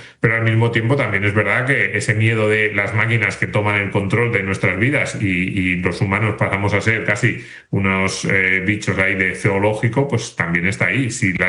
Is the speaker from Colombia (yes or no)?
no; Asturias, Spain; Me voy a quedar aquí en mi pueblo en Asturias